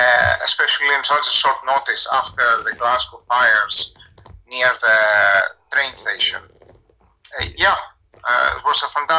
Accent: Greece; moved away as an adult; now in Scotland, United Kingdom; So I grew up in Greece, and I have been living in Scotland for the last 12 years.

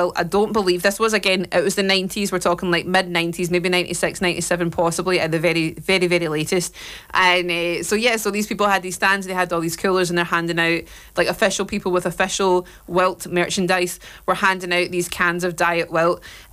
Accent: Hamilton, Scotland, United Kingdom; I grew up in Hamilton in South Lanarkshire

